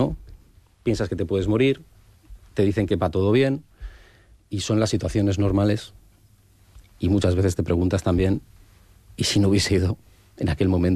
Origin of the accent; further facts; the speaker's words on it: Spain; Yo, evidentemente, espero el tiempo prudencial, como cualquier español, de cuando me vaya a tocar